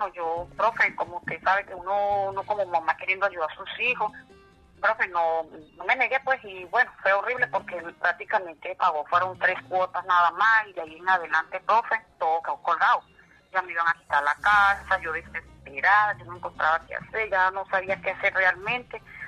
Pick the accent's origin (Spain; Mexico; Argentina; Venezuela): Venezuela; moved away as an adult; llevo ya 11 años y medio acá viviendo, pues ahí poco a poco, pues yo llegué de Venezuela